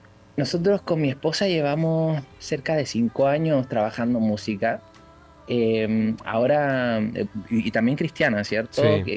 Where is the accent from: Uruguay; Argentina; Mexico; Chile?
Chile; Valparaíso; todos nosotros somos de Valparaíso, la región de Valparaíso de Chile, que es la quinta región.